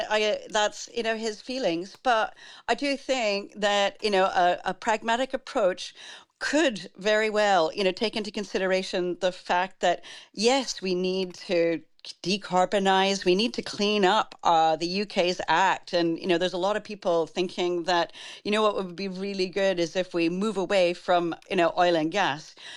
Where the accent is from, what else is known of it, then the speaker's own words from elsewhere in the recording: Canada; I'm from Canada, and the impact of fires there has been just so devastating to watch.